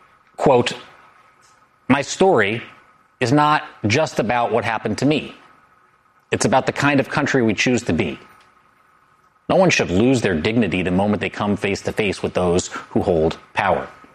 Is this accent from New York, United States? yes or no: no; Los Angeles, California, United States; the federal agents who actually carried out raids in my hometown of LA earlier last year